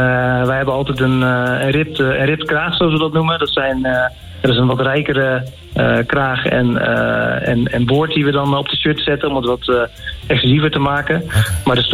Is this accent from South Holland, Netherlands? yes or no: yes; Rotterdam, South Holland, Netherlands; born there; Ja, geboren in Rotterdam.